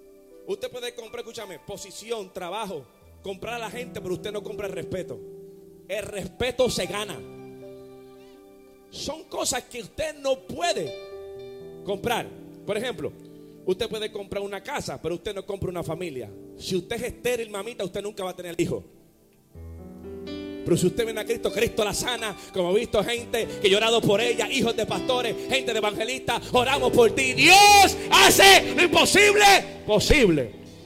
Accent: Carolina, Puerto Rico; cuando yo me crié en Carolina

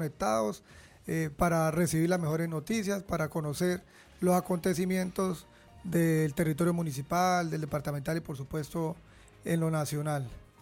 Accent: Arauquita, Arauca, Colombia; soy un hijo de Arauquita y por ello me conocen

